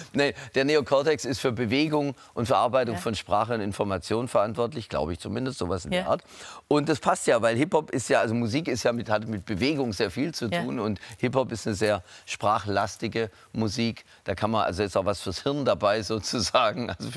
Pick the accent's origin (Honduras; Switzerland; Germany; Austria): Germany; Swabia; Ich bin Schwabe.